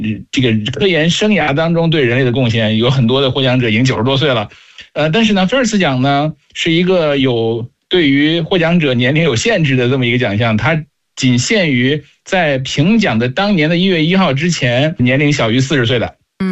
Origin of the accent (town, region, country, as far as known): China